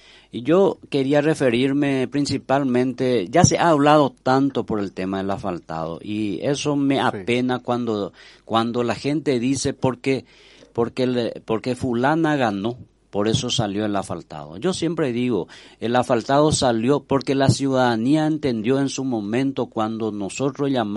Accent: Maracayú, Canindeyú, Paraguay; seguir trabajando como maracayuense

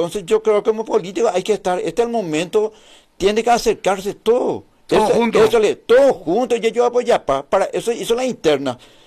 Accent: Paraguay; yo como político, como Colorado, como ciudadanos paraguayos

